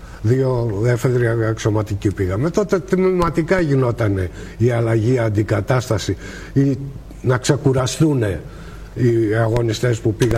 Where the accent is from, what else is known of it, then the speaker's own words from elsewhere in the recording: Greece; γιατί σαν Έλληνας κάτι έτρεχε μέσα μου.